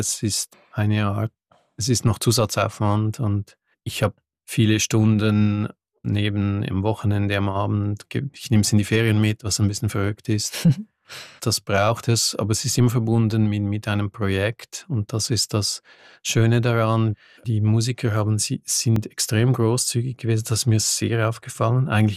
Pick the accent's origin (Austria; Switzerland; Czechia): Switzerland; born or raised there